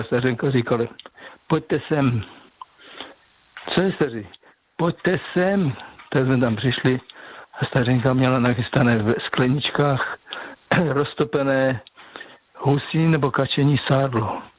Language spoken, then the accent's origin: Czech; Moravian Slovakia, Czechia; já pocházím ze Slovácka, tam se říká stařenka, ne babička.